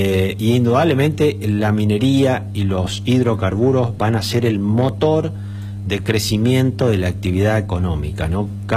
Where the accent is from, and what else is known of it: Argentina